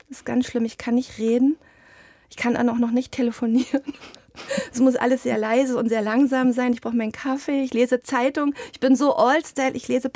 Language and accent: German; Eisenach, Thuringia, Germany; Ich liebe Bach, ich komme aus Eisenach natürlich, ich bin mit der Musik groß geworden.